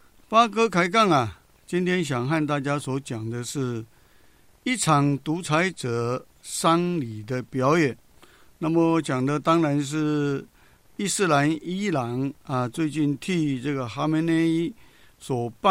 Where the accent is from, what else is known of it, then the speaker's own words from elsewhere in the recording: Taiwan; 现在也已经归入我们台湾人的行列的啊